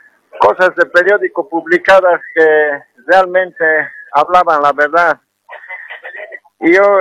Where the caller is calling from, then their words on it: Cochabamba, Bolivia; Hablando aquí desde Cochabamba … camino a Quillacollo.